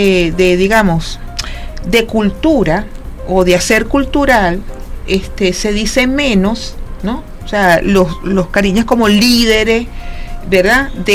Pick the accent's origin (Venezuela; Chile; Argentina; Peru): Venezuela; reconocernos como venezolanos